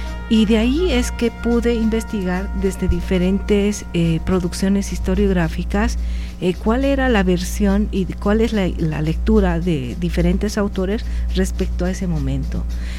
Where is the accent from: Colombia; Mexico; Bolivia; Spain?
Bolivia; Sucre, Chuquisaca; la ciudad de Sucre, de donde yo soy